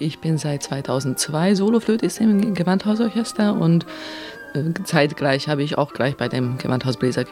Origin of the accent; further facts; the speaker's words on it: Hungary; moved away as an adult; also born or lived in Budapest / Salzburg / Munich / Prague; now in Leipzig, Germany; Ich habe erstmal in Budapest studiert, ich bin ja Ungarin